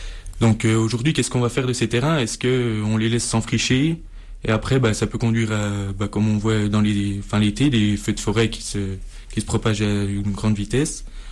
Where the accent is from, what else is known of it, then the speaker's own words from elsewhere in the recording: Bourgogne-Franche-Comté, France; moi je viens du Jura, on a quand même des beaux paysages.